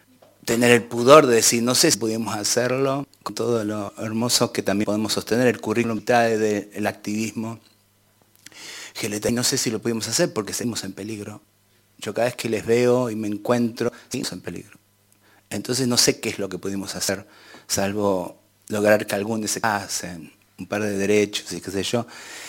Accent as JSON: {"language": "Spanish", "country": "Argentina", "said": "Salgo de mi país, entro en mi país"}